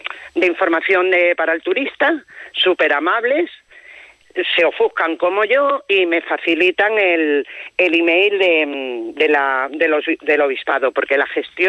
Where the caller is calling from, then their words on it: Málaga, Andalusia, Spain; somos de Málaga y lo que nos hemos trasladado es aquí a La Rioja por una parte por motivos de trabajo